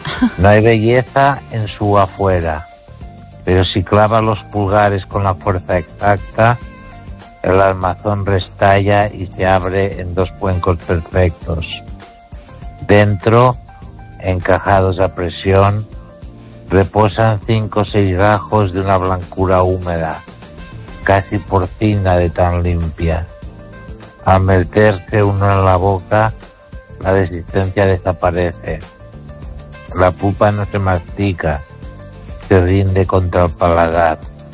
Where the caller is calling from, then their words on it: Ourense, Galicia, Spain; de Orense.